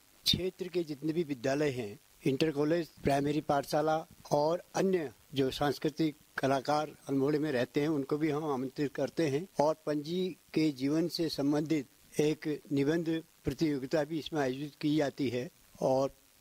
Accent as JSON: {"language": "Hindi", "region": "Uttarakhand", "country": "India"}